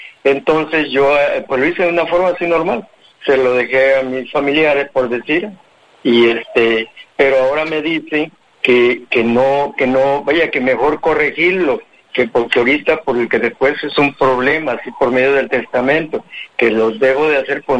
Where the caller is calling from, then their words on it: Veracruz, Mexico; De aquí de Veracruz. De aquí del centro, de la colonia Centro.